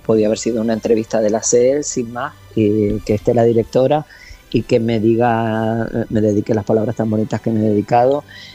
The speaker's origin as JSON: {"language": "Spanish", "region": "Canary Islands", "country": "Spain", "moved": "yes", "lives_now": "Madrid, Spain", "said": "Y en mi tierra siempre es un orgullo y una maravilla."}